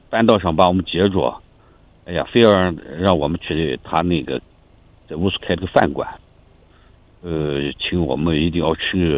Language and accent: Chinese; Barkol, Xinjiang, China; 但是因为我们新疆八里坤人居多，